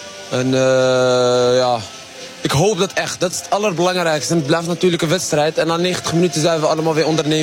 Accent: Netherlands; Ja, kijk, Marokko zit natuurlijk in mijn roots. Maar Nederland is het land waar ik ben geboren en getogen.

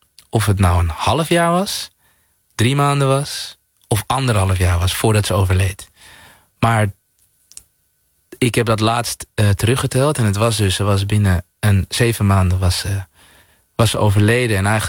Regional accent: Suriname; En op een hele Surinaamse manier, waarin we eigenlijk als Surinamers vaak denken, ach, het is iets kleins, komt wel goed

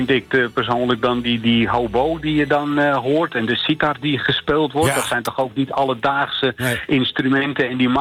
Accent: Amsterdam, North Holland, Netherlands; born there; moved away as an adult; now in Schagerbrug, Netherlands; Ik ben in Amsterdam geboren

